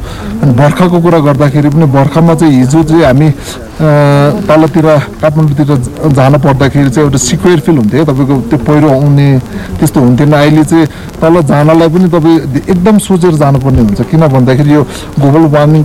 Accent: Bagmati, Nepal; मेरो घर चाहिँ यतै क्याङजिन गोसाङकुण्ड गाउँपालिका वार्ड नम्बर 4

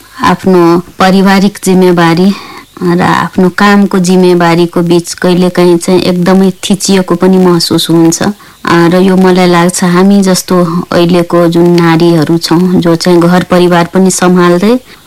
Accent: Kanakatta, Madhesh Province, Nepal; म मेरो विगतलाई सम्झिँदाखेरि म सप्तरी जिल्लाको एउटा ग्रामीण भेगमा जन्मेको, मेरो गाउँ कनकट्टा थियो। त्यहाँबाट 3 किलोमिटर दक्षिणमा भारतको सिमाना थियो।

